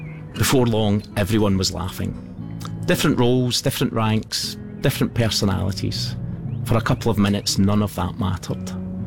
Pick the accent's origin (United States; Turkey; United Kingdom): United Kingdom; Scotland; moved away as an adult; now in Akrotiri, Cyprus; As a Scotsman